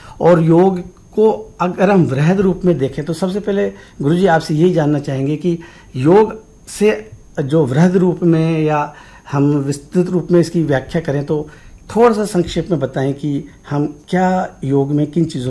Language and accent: Hindi; Nagaur, Rajasthan, India; हमारे गांव नागौर